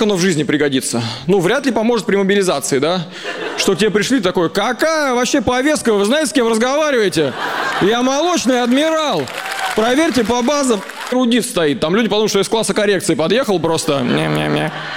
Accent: Voronezh, Voronezh Oblast, Russia; now in Moscow, Russia; Я просто приезжаю из Москвы в Воронеж, мне приходит сообщение: «Добро пожаловать на родную землю».

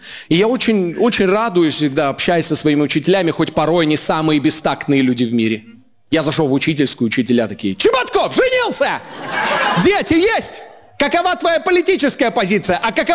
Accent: Ust-Kamenogorsk, East Kazakhstan Region, Kazakhstan; now in Moscow, Russia; Я редко бываю в родном городе, в Усть-Каменогорске. Я в основном нахожусь в Москве.

